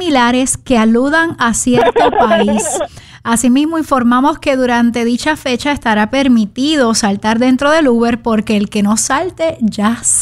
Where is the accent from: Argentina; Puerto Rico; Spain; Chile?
Puerto Rico; Nosotros hablando de cuán apasionados somos nosotros los boricuas con el deporte.